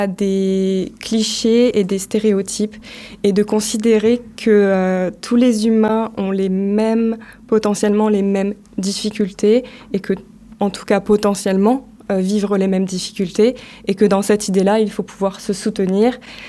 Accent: France; j'ai 33 ans, je suis française, je parle français. Je comprends la difficulté d'apprendre une langue car j'apprends l'anglais.

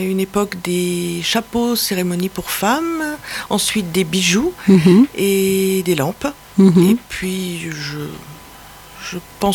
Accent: Versailles, Île-de-France, France; Il arpente Versailles en particulier, qui est ma ville natale où j'ai longtemps vécu.

